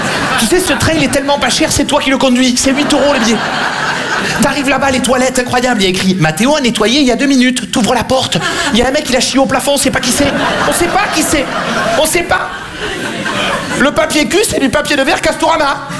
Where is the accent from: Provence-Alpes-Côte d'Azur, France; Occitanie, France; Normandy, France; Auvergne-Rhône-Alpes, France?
Provence-Alpes-Côte d'Azur, France; Marseille; j'ai grandi à Marseille.